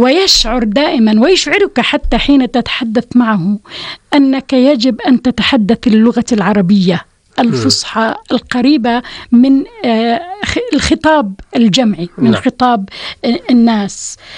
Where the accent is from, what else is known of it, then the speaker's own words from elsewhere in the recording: Jordan; وبالتالي تكون هذه الرؤية قادرة على أن تحمي اللغة وتحمينا كعرب وتحمينا كأردنيين